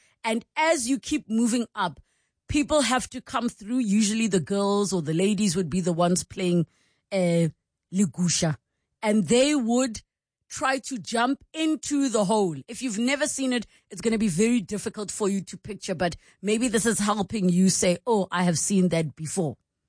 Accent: Gauteng, South Africa; Mama ke Motswana, Papa ke Mopedi. Mama is the Gauteng one. And we grew up in Gauteng, so the Kasi one, and Papa is the one who called Limpopo. But then I identify with Bopantsola.

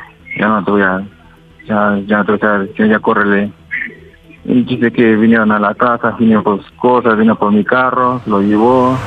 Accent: Tlaxcala, Mexico; Tengo 29 años, soy de Acuplarilco, Tlaxcala.

